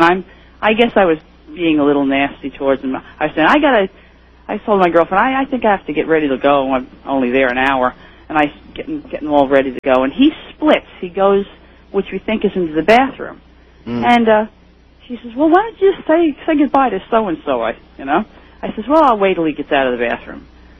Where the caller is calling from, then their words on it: Woodbridge, New Jersey, United States; from Woodbridge, New Jersey.